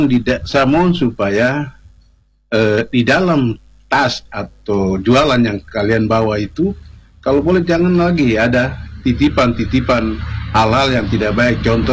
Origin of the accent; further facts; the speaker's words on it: Papua, Indonesia; Dari itulah akhirnya kami orang Jonggom bisa jadi terang.